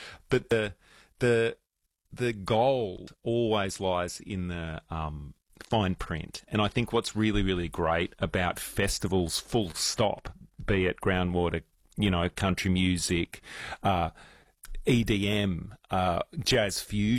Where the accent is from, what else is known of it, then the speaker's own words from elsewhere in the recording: Melbourne, Victoria, Australia; at least where I grew up in Melbourne, to the ways of country.